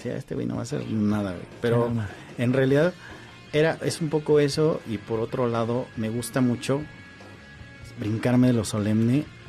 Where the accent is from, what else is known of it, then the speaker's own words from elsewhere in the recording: Mexico; que nosotros desconocemos como mexicanos